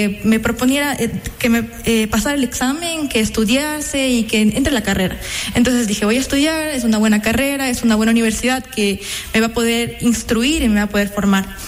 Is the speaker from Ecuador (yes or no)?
yes; Gualaquiza, Morona Santiago, Ecuador; now in Zamora, Ecuador; Yo soy originaria de Gualaquiza y actualmente vivo en Zamora.